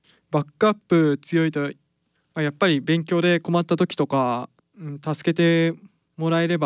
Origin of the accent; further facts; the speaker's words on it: Toyama, Japan; あ、はい、あ、僕富山から来ました。